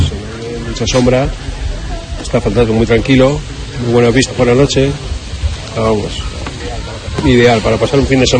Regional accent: Manzanares el Real, Community of Madrid, Spain; yo soy de Manzanares el Real, y desde Manzanares el Real ya por la noche se ve la contaminación lumínica de Madrid capital y se ven bastante menos.

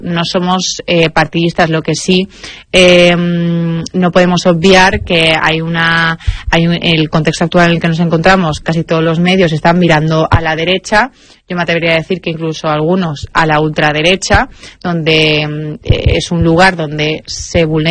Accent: Seville, Andalusia, Spain; soy sevillana.

